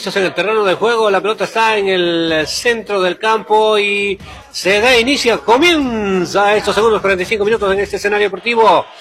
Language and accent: Spanish; Peru; somos cuatro peruanos el día de hoy.